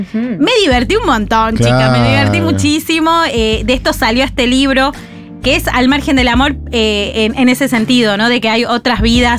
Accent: Buenos Aires, Argentina; soy de Almagro, che.

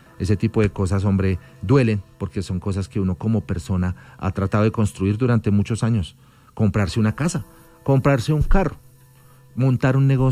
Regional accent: Colombia

